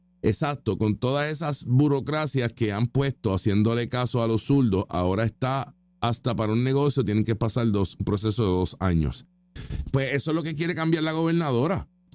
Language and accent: Spanish; Puerto Rico; porque nosotros también somos estadounidenses, somos puertorriqueños americanos.